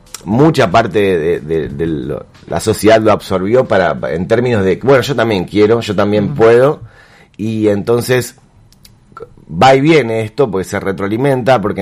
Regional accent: Santa Fe, Argentina; como argentinos y como santafesinos.

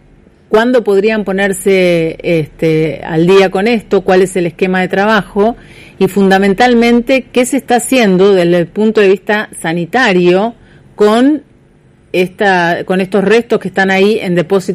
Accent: Santa Fe, Argentina

